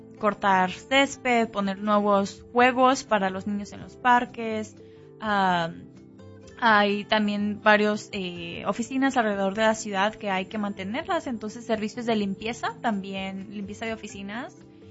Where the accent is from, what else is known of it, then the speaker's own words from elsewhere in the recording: Jalisco, Mexico; moved away as an adult; now in Omaha, United States; yo soy de Jalisco, soy de México, pero ya tengo aquí en Omaha 11, 12 años, por ahí ya perdí la cuenta.